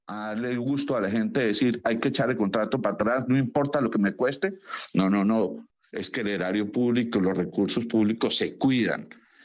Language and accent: Spanish; Colombia